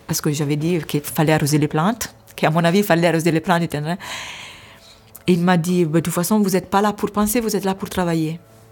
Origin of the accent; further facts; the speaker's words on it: Italy; French is a second language; moved away as an adult; also born or lived in Haiti; now in Paris, France; Je suis italienne et j'ai quitté l'Italie pour entrer dans la vie religieuse en 2008.